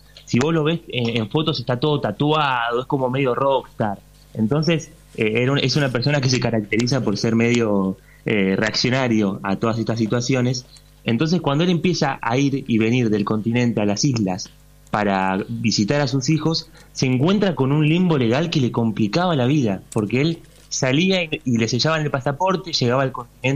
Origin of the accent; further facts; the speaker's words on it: Argentina; saben que sos argentino